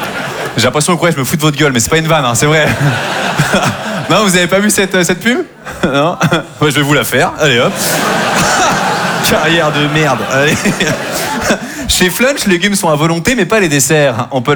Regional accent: Normandy, France; moved away as an adult; moi je viens de Normandie

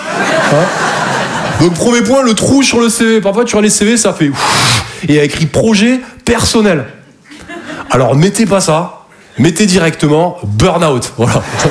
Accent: Toulouse, Occitanie, France; now in Paris, France; je viens de Toulouse à la base. Et je sais pas vous, mais moi je me perds beaucoup dans Paris.

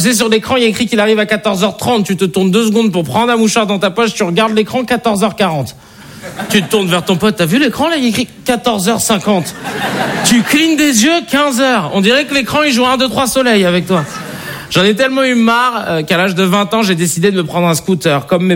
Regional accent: Paris, Île-de-France, France; Vous savez, j'ai grandi à Paris dans le 19e. Et ensuite, j'ai déménagé dans une ville qui s'appelle Arcueil, au sud de Paris.

